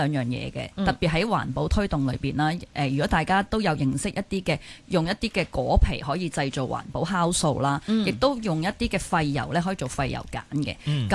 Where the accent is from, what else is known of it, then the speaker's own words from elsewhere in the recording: China; 舉個例啦，我諗我哋中國人就好中意咧，同啲姐姐去飲茶嘅